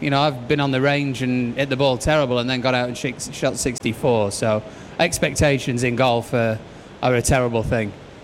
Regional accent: Worksop, East Midlands, United Kingdom; just a young lad from Worksop

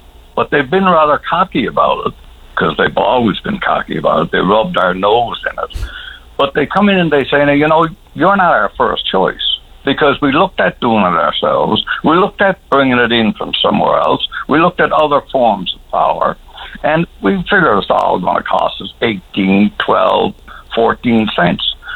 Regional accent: Newfoundland and Labrador, Canada; as a Newfoundlander

